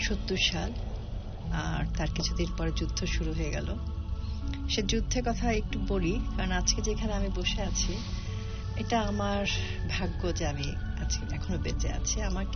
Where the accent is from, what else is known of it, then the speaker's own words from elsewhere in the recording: Shahji Bazar, Sylhet Division, Bangladesh; also born or lived in Kaptai / Khulna; আমি আমার দেশ খুলনায়, আমার জন্ম হচ্ছে কাপ্তাই, আমার বেড়ে ওঠা সিলেট শাহজী বাজার। কাপ্তাইতে 1965 আমার জন্ম